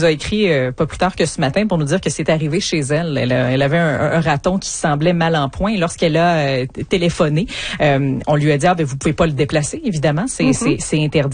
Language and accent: French; Quebec, Canada; chez nous en Estrie